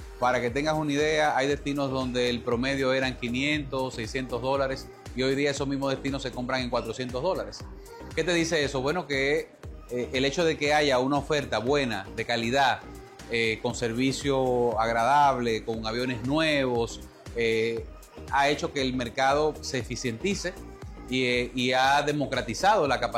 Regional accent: Dominican Republic; eso que tanto nos caracteriza como dominicanos

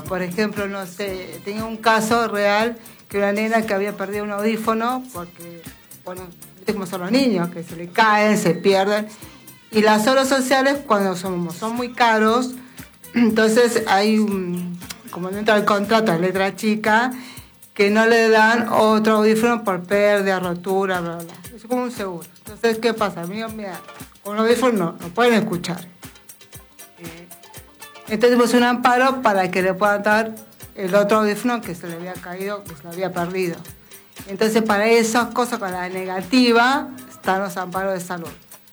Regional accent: Buenos Aires, Argentina; moved away as an adult; now in Córdoba, Argentina; Yo soy de Capital de Buenos Aires.

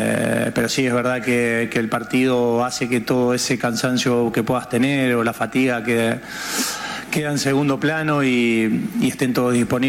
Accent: Argentina; Ahora que nosotros como argentinos tengamos memoria a esa gente que fue ahí

